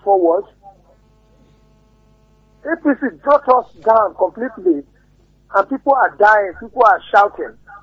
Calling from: Olugbo, Nigeria; I'm calling you from Olugbo.

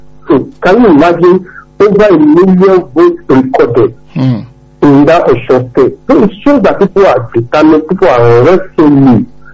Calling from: Nigeria

